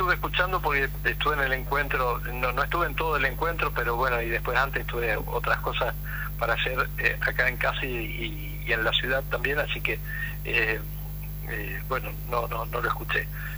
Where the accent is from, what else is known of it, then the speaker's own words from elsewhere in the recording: Argentina; somos todos argentinos